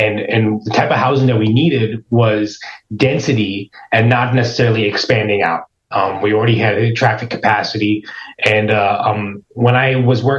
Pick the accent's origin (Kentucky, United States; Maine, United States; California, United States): California, United States; Through growing up in Silicon Valley, I had a little, I learned how to code really early on in my life